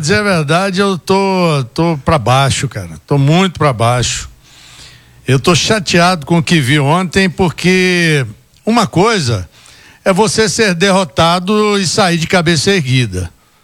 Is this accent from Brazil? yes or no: yes; Brazil; Eu sou brasileiro